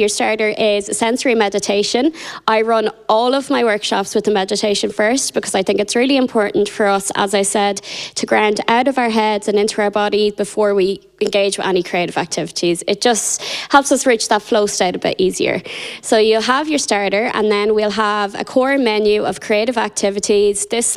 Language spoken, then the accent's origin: English; Castlebar, Connacht, Ireland; also born or lived in London; I am from Castlebar, so based in Castlebar, just 5 minutes out the road. And when I was moving home from London